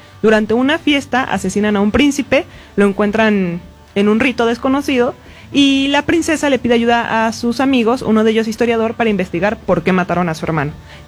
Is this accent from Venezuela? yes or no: no; State of Mexico, Mexico; Soy autora independiente, 22 años, ¿qué?, completamente mexicana.